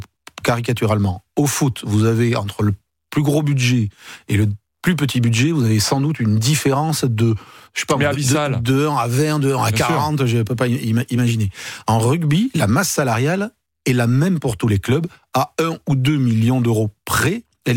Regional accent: Bayonne, Nouvelle-Aquitaine, France; Moi, je suis de Bayonne, je vois Bayonne, c'est quasiment les fêtes de Bayonne chaque samedi

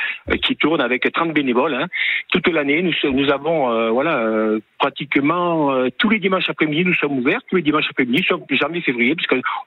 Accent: Auvergne-Rhône-Alpes, France; moi, je suis pas du Gers, comme vous avez dit tout à l'heure, je suis de Rhône-Alpes.

